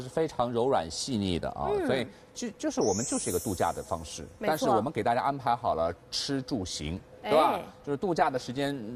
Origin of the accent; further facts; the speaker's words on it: Shanghai, China; 也蛮适合我们上海人的一个胃口的。